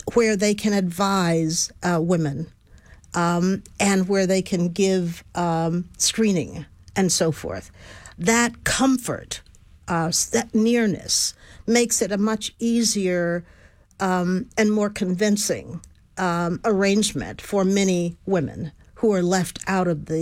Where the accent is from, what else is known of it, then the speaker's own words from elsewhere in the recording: Houston, Texas, United States; I was born right here in Texas and grew up in Fifth Ward, and that was a world apart from the rest of the city.